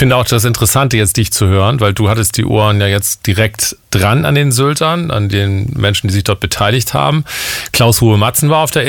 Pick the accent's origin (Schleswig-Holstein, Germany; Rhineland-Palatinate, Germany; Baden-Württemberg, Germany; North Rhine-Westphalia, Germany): Schleswig-Holstein, Germany; Husum; moved away; ich bin in Husum groß geworden